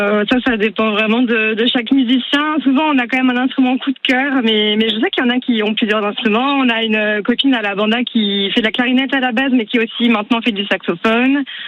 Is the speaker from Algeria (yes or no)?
no; Mayenne, Pays de la Loire, France; Nous, on vient de la Mayenne, dans les Pays de la Loire.